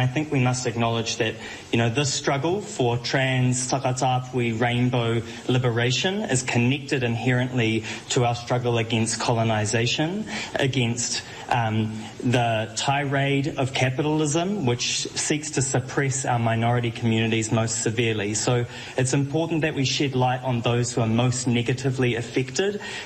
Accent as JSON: {"language": "English", "region": "Northland", "country": "New Zealand", "lives_now": "Hamilton, New Zealand", "said": "I hail from Te Taitokiro on my mother's side to Ngāpuhi, to Waikare, the Hokianga and Kaikohe on my father's side."}